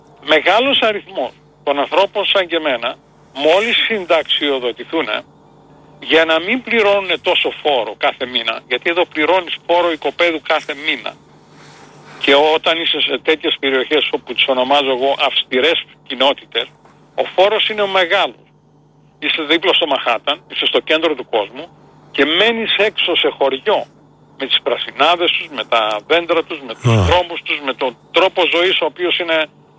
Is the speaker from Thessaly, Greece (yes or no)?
no; Kastoria, Western Macedonia, Greece; Αλλά εγώ δεν είμαι πατρινός, εγώ είμαι Καστοριανός.